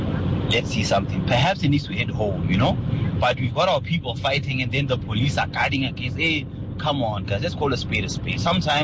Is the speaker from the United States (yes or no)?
no; Mangalore, Karnataka, India; I'm from Mangalore and I understand and I see on a daily basis what's happening.